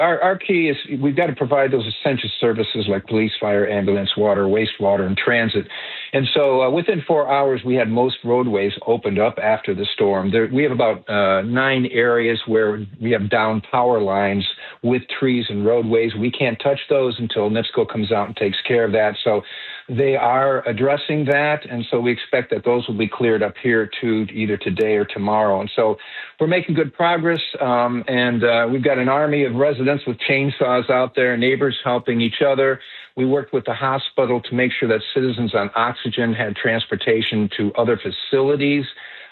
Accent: Gary, Indiana, United States; I grew up in Gary

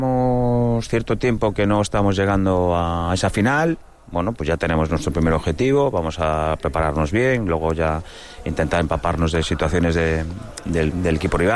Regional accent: A Coruña, Galicia, Spain; Soy de Coruña

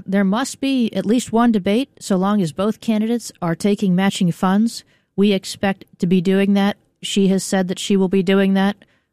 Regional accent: New York, United States; born there; So I was born in New York. My parents actually came to New York in the 1980s and settled down in Coney Island.

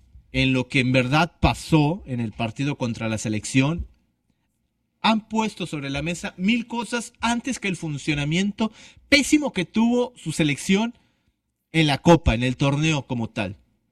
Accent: Mexico; nosotros a lo mejor como mexicanos

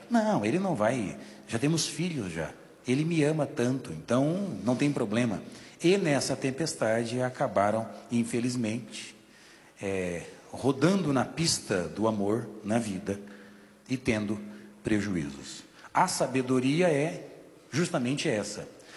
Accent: São Joaquim, Santa Catarina, Brazil; born there; now in São Paulo, Brazil; Eu nasci em São Joaquim, que é a terra mais fria, a terra mais gelada. E é um frio diferente lá no, na Serra de Santa Catarina, né?

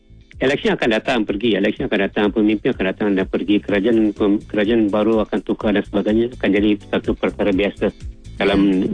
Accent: Johor, Malaysia; Mungkin dalam 70-an, 80-an tu, saya dari Johor, saya pun tahu ramai yang kerja dari Johor ke Singapura.

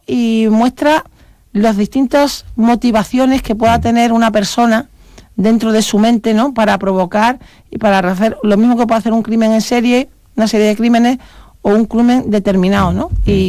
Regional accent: Seville, Andalusia, Spain; en mi tierra, que yo soy sevillana

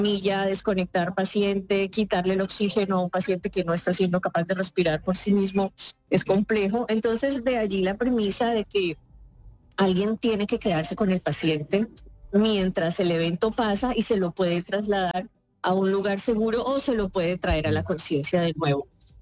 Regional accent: Colombia; Mi padre era húngaro, pero sí. Yo soy colombiana.

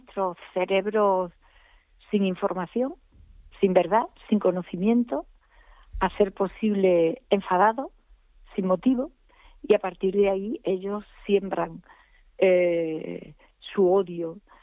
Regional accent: Córdoba, Andalusia, Spain; en mi caso además como cordobesa, de recordar a Berroy en España y desde España.

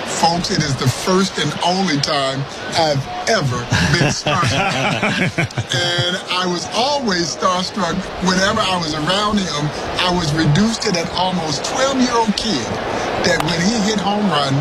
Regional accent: Crawfordville, Georgia, United States; growing up in Crawfordville, Georgia. And Crawfordville, Georgia, guys, is east of Atlanta, west of Augusta, all of 500 people.

